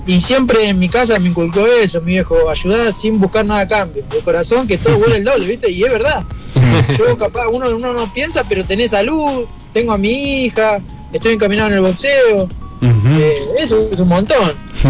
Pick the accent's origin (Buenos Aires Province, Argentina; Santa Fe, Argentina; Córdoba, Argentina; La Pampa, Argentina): Buenos Aires Province, Argentina; Los Polvorines; yo tengo mi gimnasio de donde soy yo, de Polvorines